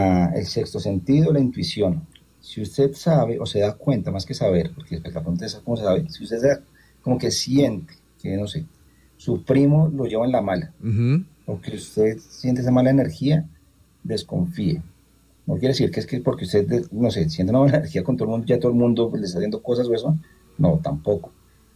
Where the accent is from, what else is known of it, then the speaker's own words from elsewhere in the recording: Colombia; somos, no sé, colombianos, latinos